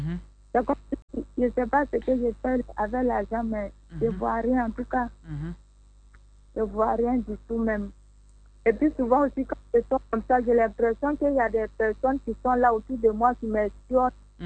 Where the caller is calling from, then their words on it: Côte d’Ivoire; J'appelle de... Agban.